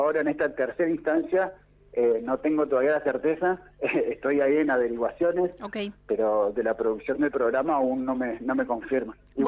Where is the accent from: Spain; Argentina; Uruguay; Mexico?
Argentina; Santa Cruz; now in Los Antiguos, Argentina; yo siendo santacruceño y patagónico de sangre pura